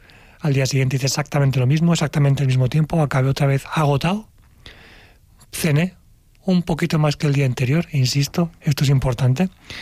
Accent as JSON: {"language": "Spanish", "town": "Valencia", "region": "Valencian Community", "country": "Spain", "said": "yo soy de Valencia, aquí en Valencia, empezaba un poco a despegar el boom del running"}